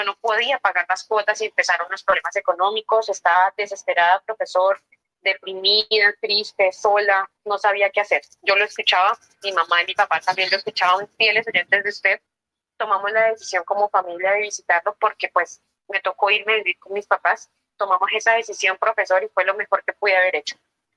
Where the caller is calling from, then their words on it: Caparrapí, Cundinamarca, Colombia; Caparrapí, Cundinamarca.